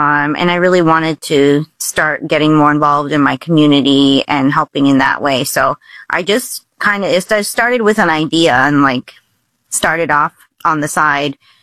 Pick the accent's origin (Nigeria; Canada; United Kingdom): Canada; Windsor, Ontario; also born or lived in Dallas, United States / New York City, United States; now in Detroit, United States; But before that, I lived in New York City for six years, worked for a couple small firms there. And I'm actually from Windsor, Ontario, across the border.